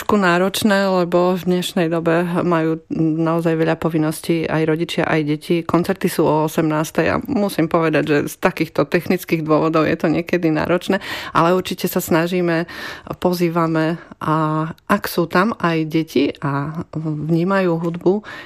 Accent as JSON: {"language": "Slovak", "region": "Spiš", "country": "Slovakia"}